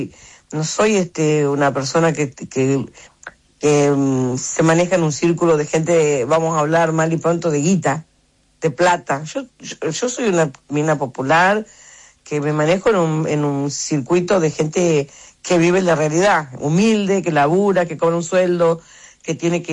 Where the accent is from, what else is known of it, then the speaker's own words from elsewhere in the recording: Tucumán, Argentina; also born or lived in Buenos Aires; Yo soy de Tucumán y vivo allá también. Vivo acá y en Buenos Aires y en Tucumán.